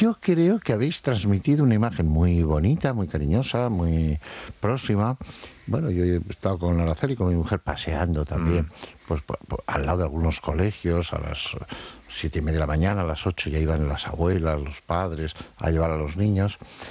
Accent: Madrid, Community of Madrid, Spain; also born or lived in Estella; padres que me llevaron a nacer a Estella, pero yo he vivido toda la vida en Madrid, en Chamberí

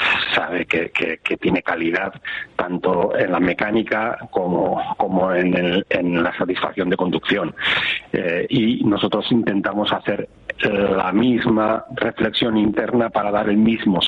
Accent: Basque Country, Spain; el personal que lidera el proyecto, partiendo de mí y del resto del personal, somos todos de Euskadi.

